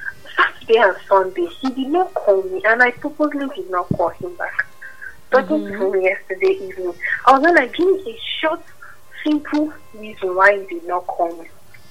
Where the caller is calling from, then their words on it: Calabar, Cross River, Nigeria; calling from Calabar.